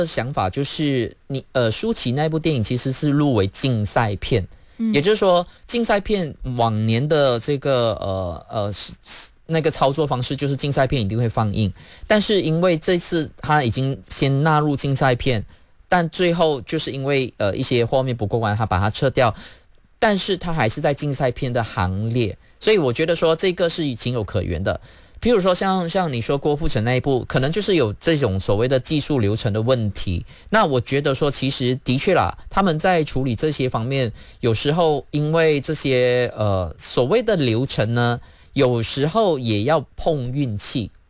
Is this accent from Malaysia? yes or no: yes; Malaysia; 我们马来西亚人